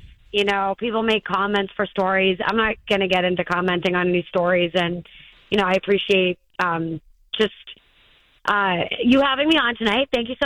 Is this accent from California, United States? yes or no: no; Methuen, Massachusetts, United States; also born or lived in Lawrence; I'm a kid from the Merrimack Valley. I was born and raised in Methuen, grew up in Lawrence too.